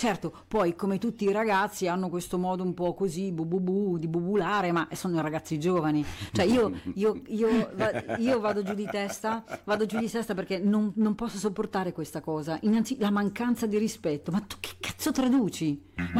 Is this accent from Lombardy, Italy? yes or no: yes; Lombardy, Italy; te lo dico da lombarda